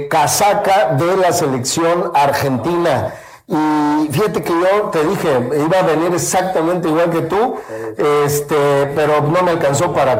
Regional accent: Mexico; Yo soy mexicano.

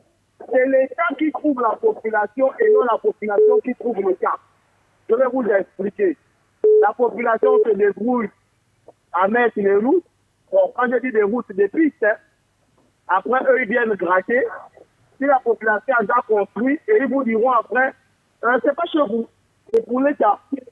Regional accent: Gabon; Moi, j'arrive, je suis un Gabonais, je cherche à loger ma petite famille.

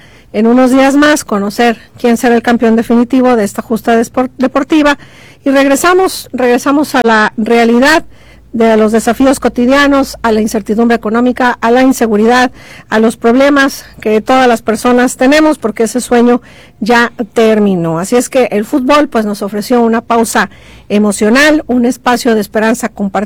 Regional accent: Mexico

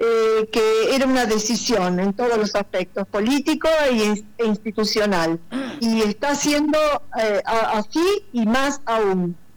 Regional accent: General Pico, La Pampa, Argentina; de General Pico La Pampa.

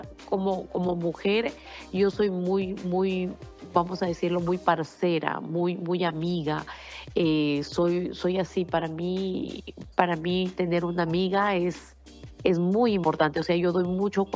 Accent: Peru; moved away; yo soy peruana

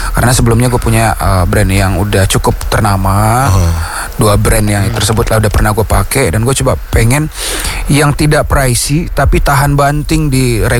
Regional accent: Padang, West Sumatra, Indonesia; born there; moved away as an adult; now in Jakarta, Indonesia; Di tanah kelahiranku, Padang.

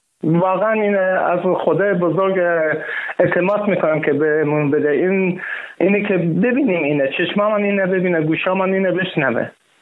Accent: Iran; now in Israel; ما ایران خیلی دوست داریم، ایران زمین ماست، ما تو ایران بزرگ شدیم، خیلی خیلی افتخار میکنیم به ایران.

